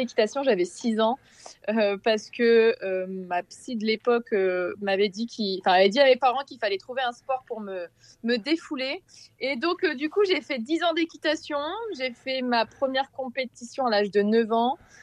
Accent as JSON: {"language": "French", "region": "Normandy", "country": "France", "tie": "born there"}